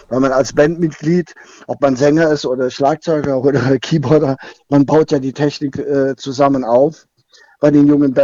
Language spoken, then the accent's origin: German; North Rhine-Westphalia, Germany; now in Northern Germany; ich bin ja aus dem Kölner Raum